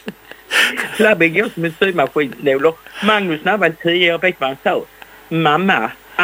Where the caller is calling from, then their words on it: Malmö, Skåne, Sweden; Här är det … på Jägersrovägen.